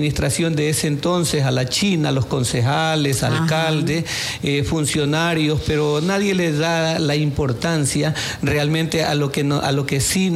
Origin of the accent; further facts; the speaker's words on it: Jauneche, Los Ríos, Ecuador; also born or lived in Puente de Palo / Quevedo; yo crecí en Jauneche.